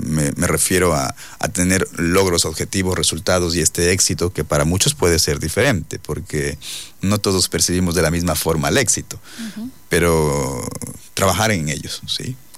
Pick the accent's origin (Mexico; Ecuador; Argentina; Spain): Ecuador; Lumbaqui, Sucumbíos; also born or lived in El Dorado de Cascales / Nueva Loja; Soy de la provincia de Sucumbíos, nacido acá. Nací en la cédula, dice el Dorado de Cascales, pero viví en Lumbaqui. Nunca viví en Cascales, pero viví en Lumbaqui mi infancia, luego aquí en Nueva Loja la juventud.